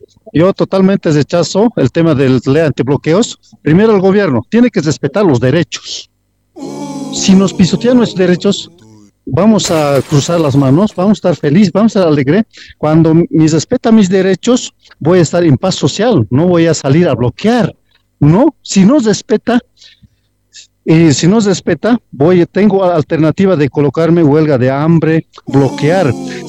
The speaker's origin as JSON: {"language": "Spanish", "country": "Bolivia"}